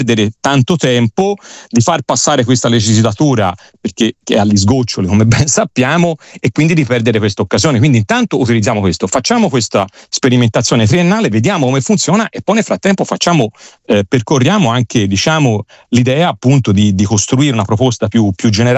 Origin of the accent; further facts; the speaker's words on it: Tuscany, Italy; Io vengo dalla Toscana, quindi sono contentissimo che la mia regione abbia già si sia già attivata in questo senso